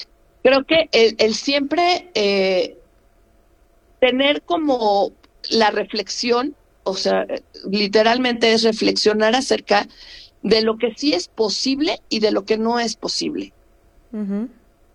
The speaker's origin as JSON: {"language": "Spanish", "country": "Mexico", "said": "vivimos en un extraordinario país, que es padrísimo ser mexicanos"}